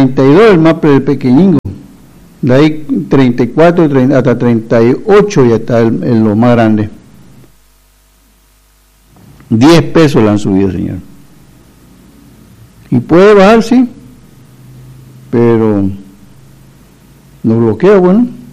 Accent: Beni, Bolivia

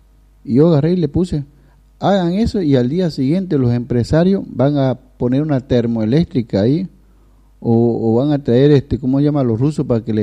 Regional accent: Cochabamba, Bolivia; Yo soy cochabambino. Van a disculpar, no representa todo Cochabamba

